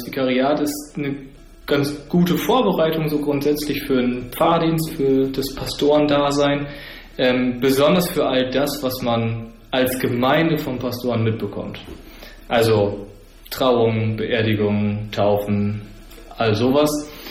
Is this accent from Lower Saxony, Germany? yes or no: yes; Lower Saxony, Germany; moved away as an adult; also born or lived in Leipzig / Nienburg; now in Moorhusen, Germany; ich bin aufgewachsen in der Nähe von Filsum mit zwei Geschwistern, bin dann zum Studium nach Leipzig gegangen, habe da 7,5 Jahre studiert, dann in die Nähe von Nienburg zum Vikariat